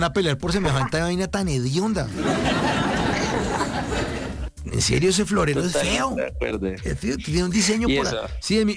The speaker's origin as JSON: {"language": "Spanish", "country": "Colombia", "said": "Aquí decimos en Colombia, esto sí fue el florero de Llorente."}